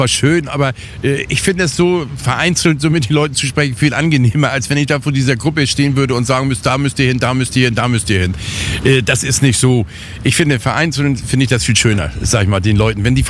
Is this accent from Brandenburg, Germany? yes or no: no; Hamburg, Germany; Auch da sitze ich als Hamburger immer ganz gern.